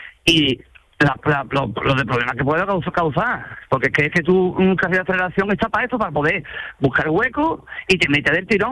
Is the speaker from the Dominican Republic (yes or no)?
no; Jerez de la Frontera, Andalusia, Spain; Yo soy de Jerez, claro. Yo trabajo en Jerez.